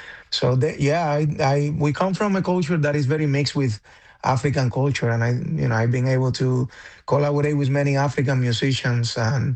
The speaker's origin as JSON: {"language": "English", "region": "Havana", "country": "Cuba", "tie": "born or raised there", "moved": "yes", "said": "I come from Havana, Cuba. I grew up there"}